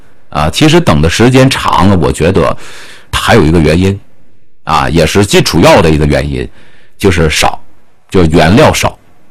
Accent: China; 但是我们中国人一年这个拉菲的消耗量是多少啊？

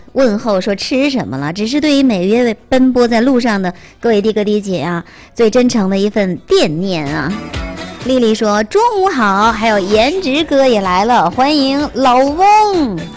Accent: Northeast China, China

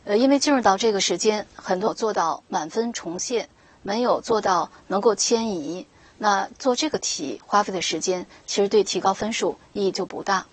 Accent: China; 我们中国人是讲每临大事有静气

